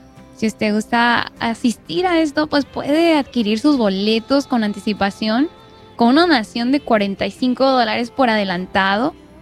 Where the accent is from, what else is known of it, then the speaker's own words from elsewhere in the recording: Zacatecas, Mexico; moved away; Yo soy de Zacatecas.